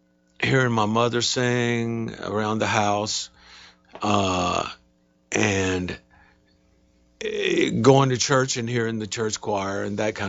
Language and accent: English; Mobile, Alabama, United States; I grew up in Mobile, Alabama, and, you know, way back then in the 50s and 60s and whatever. And Mobile was a lot smaller